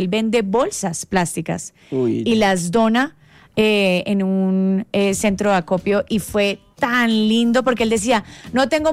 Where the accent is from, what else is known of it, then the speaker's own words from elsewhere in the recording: Cali, Valle del Cauca, Colombia; Total, yo soy caleña y en Cali hemos tenido muchas situaciones muy complicadas